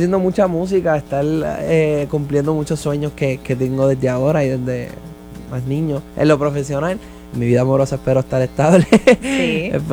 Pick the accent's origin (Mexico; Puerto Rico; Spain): Puerto Rico; Pero es porque yo soy de Puerto Rico y en Puerto Rico hace mucho calor.